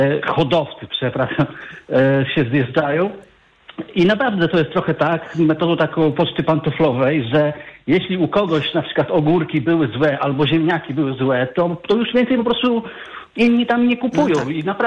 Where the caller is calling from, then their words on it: Lublin Voivodeship, Poland; Ja pochodzę z takiej mniejszej miejscowości z Lubelszczyzny, powiedzmy powiatowej.